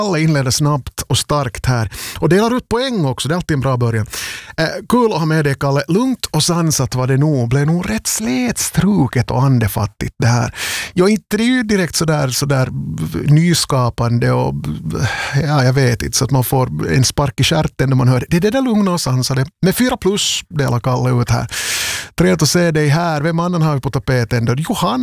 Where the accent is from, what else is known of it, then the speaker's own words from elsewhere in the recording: Vaasa, Ostrobothnia, Finland; Eftersom jag nu också sända från Vasa. Jag är Vasabo, jag har bott här hela livet.